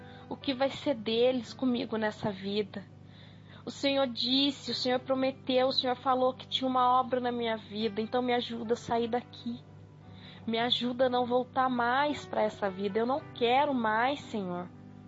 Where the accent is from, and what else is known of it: São Luís, São Paulo, Brazil